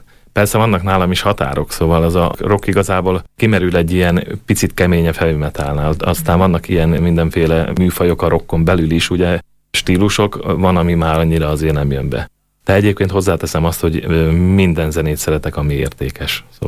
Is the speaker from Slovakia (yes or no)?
yes; Kolárovo, Nitra Region, Slovakia; Gútán, szülővárosomban